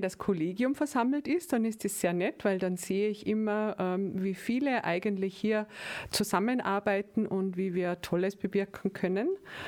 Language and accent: German; Bruck an der Großglocknerstraße, Salzburg, Austria; also ich bin eine Bruckerin, ich bin in Bruck aufgewachsen